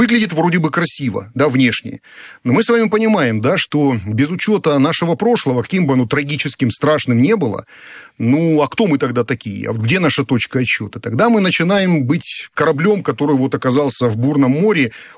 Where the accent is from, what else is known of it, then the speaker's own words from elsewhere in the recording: Rostov-on-Don, Rostov Oblast, Russia; Я сам ростовчанин. Я родился в Ростове-на-Дону.